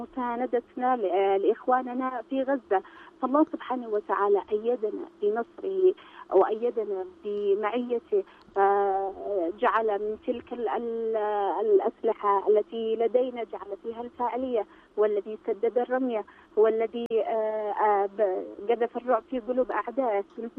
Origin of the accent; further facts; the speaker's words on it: Yemen; ونحن كشعب يمني مؤمن